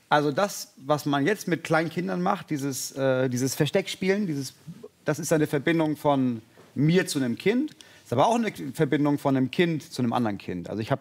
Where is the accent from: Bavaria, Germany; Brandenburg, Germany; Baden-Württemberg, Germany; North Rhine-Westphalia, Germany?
Bavaria, Germany; Munich; Als Münchner.